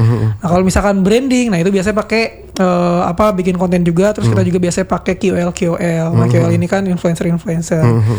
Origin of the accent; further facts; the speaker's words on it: Pandeglang, Banten, Indonesia; now in Cirebon, Indonesia; Iya, serius, saya asli Banten. Pandeglang Banten.